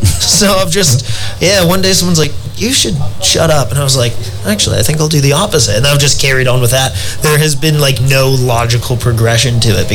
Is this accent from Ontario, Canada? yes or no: no; Calgary, Alberta, Canada; moved away as an adult; also born or lived in London; now in United Kingdom; I'm from Canada. I'm from a place called Calgary.